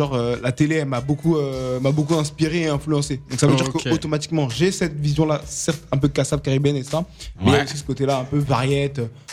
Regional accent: Martinique; Bon, je suis martiniquais, mais j'écoutais pas que musique martinique.

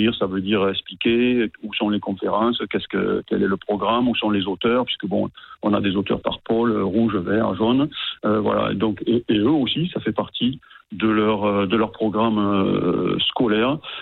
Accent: Vienne, Auvergne-Rhône-Alpes, France; Je suis natif de Vienne, donc je suis très très sensible à ça.

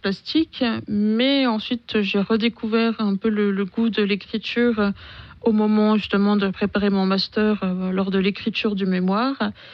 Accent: Chalon-sur-Saône, Bourgogne-Franche-Comté, France; moved away as an adult; now in Besançon, France; Non, je suis née à Chalon-sur-Saône et j'ai grandi en Saône-et-Loire.

